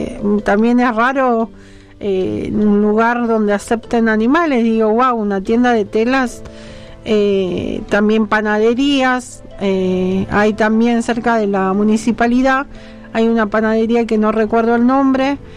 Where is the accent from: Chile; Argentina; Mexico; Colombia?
Argentina; Buenos Aires; now in Neuquén, Argentina; Yo soy porteña